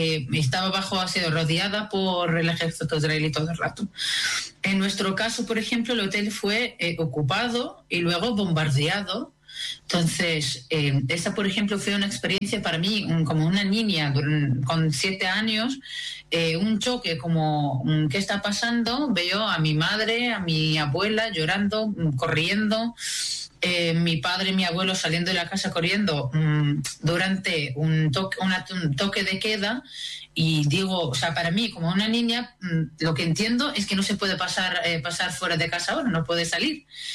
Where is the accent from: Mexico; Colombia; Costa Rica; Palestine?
Palestine; West Bank; moved away as an adult; now in Spain; Así que yo he vivido toda mi infancia y mi juventud en Palestina. Luego salí para estudios, o sea, estoy en España terminando ahora el doctorado.